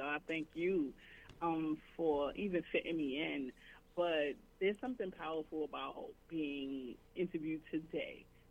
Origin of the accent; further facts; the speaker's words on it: Harlem, New York, United States; I was serving the community that raised me.